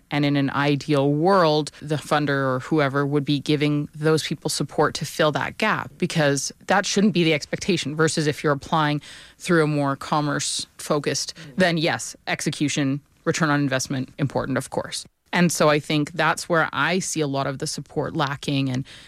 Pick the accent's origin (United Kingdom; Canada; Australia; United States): Canada; Calgary, Alberta; really believe in truly Albertan and prairie stories, you know, and I have a very unique lens being born and raised in Calgary too